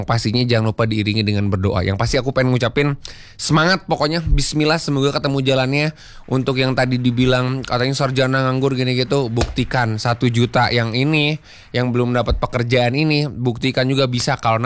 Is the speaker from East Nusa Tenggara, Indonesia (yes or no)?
no; Bandung, West Java, Indonesia; Bandung sih.